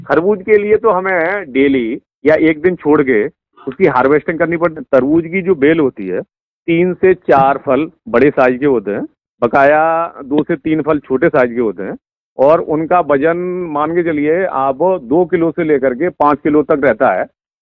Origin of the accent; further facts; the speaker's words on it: Kitaut, Uttar Pradesh, India; गांव की कीटौत फिरोजाबाद का रहने वाला हूँ।